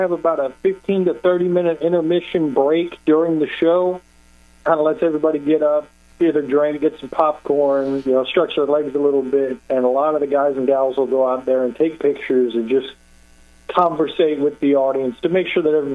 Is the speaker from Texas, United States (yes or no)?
no; Virginia Beach, Virginia, United States; I grew up in Virginia Beach.